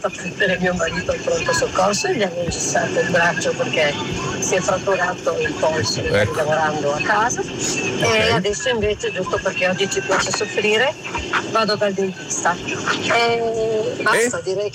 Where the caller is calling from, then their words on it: Trieste, Friuli-Venezia Giulia, Italy; da Trieste.